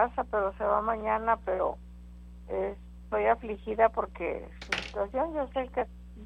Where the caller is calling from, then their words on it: McAllen, Texas, United States; de McAllen.